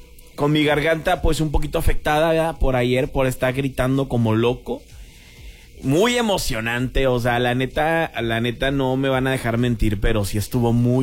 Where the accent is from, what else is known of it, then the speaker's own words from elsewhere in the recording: Mexico; sí les está diciendo una persona que vivió los partidos siendo mexicano.